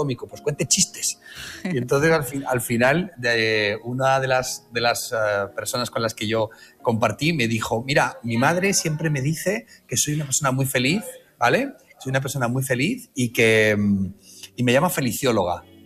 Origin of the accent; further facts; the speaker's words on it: Marbella, Andalusia, Spain; yo soy de Marbella y en Málaga es donde acabamos de inaugurar un espacio precioso